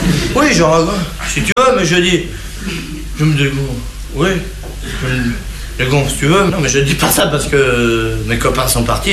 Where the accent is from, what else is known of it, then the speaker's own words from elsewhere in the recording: France; Ouais, ben je suis bien blasé, hein, je suis français.